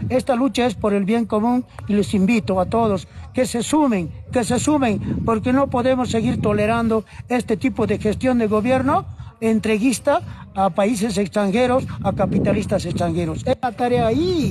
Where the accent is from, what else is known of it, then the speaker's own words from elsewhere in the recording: Bolivia; nosotros somos verdaderos bolivianos dignos